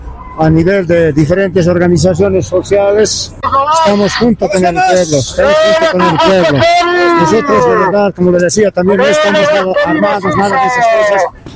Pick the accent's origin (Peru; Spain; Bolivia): Bolivia